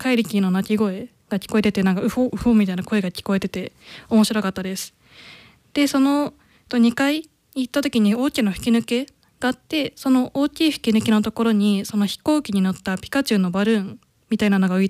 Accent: Kanto, Japan; moved away; 地元が関東なので、

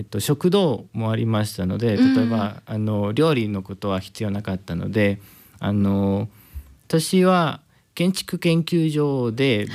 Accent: El Salvador; Japanese is a second language; moved away as an adult; now in Japan; エルサルバドールから来ましたんですけど、

